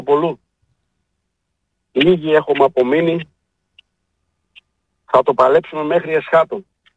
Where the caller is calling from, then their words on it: Hanover, Lower Saxony, Germany; από Ανόβερα. Σας χαιρετώ όλους.